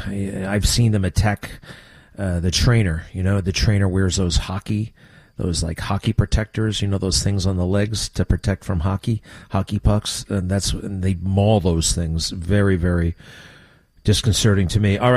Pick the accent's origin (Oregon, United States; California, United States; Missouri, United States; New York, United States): New York, United States; Now, I grew up on Long Island, Sagamore Hill in Oyster Bay.